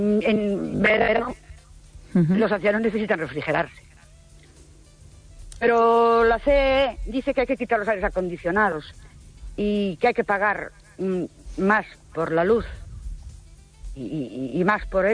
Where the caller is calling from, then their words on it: Ourense, Galicia, Spain; Buenas noches. … de Ourense.